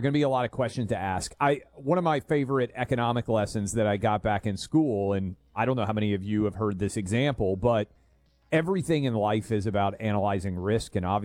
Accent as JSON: {"language": "English", "region": "Tennessee", "country": "United States", "said": "if 20 people die in my home state of Tennessee every day"}